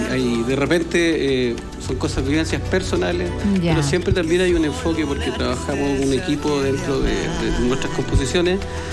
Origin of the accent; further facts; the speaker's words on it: Monte Águila, Biobío, Chile; moved away as an adult; now in Concepción, Chile; soy oriundo de acá de Monte Águila, así que cerquita de aquí de Laja.